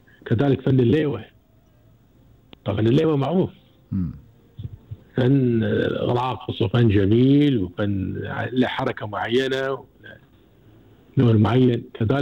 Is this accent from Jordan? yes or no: no; Kuwait; عندنا في الكويت